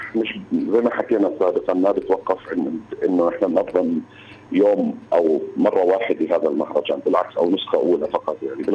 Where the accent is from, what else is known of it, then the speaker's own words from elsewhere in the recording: West Bank, Palestine; يعني احنا فلسطينيين في الضفة الغربية